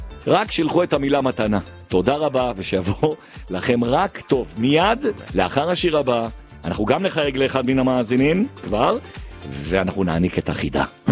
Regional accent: Jerusalem, Jerusalem District, Israel; אני ירושלמי, אני מפחד מהבוללה.

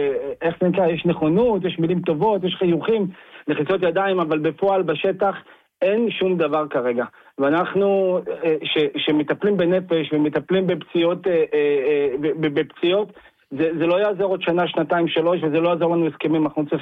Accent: Central Israel, Israel; now in Golan Heights; אני איבדתי את שתי רגליי ברמת הגולן, וגדלתי במרכז

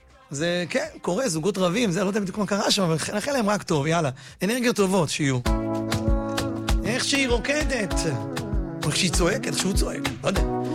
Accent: Bat Yam, Tel Aviv District, Israel; ואייל רביד ואני, אנחנו גדלנו בבת ים

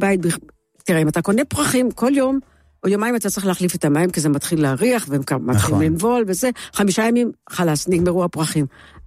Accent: Northern District, Israel; also born or lived in Kerem HaTeimanim, Tel Aviv; גדלתי בצפון, עם הצפונים.

